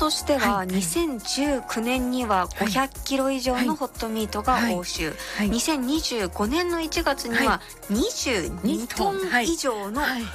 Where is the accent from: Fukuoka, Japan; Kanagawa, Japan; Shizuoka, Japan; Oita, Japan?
Fukuoka, Japan; 私福岡出身ですし、